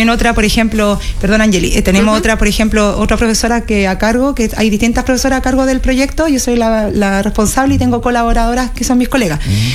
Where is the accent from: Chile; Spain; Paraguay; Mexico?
Chile